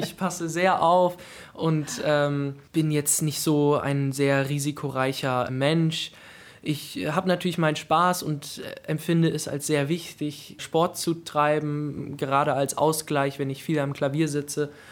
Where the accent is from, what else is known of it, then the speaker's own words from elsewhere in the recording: Weimar, Thuringia, Germany; Ich wurde in Weimar geboren, das ist meine Heimatstadt und dadurch, dass hier zwei Universitäten sind, gibt es auch ganz viele junge Leute und es ist sehr belebt, eine frische Atmosphäre.